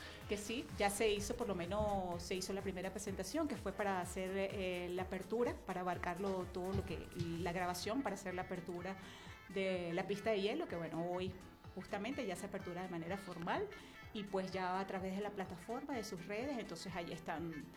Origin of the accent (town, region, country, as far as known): Bolívar, Venezuela; also born or lived in Caracas; now in Mérida, Venezuela